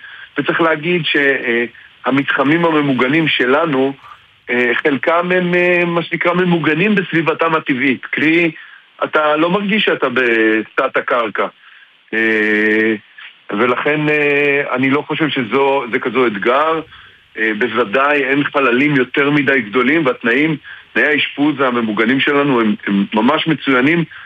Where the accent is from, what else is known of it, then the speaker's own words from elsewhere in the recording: Tel Aviv, Tel Aviv District, Israel; moved away as an adult; now in Hila, Israel; אני במקור מהמרכז, אני במקור מתל אביב.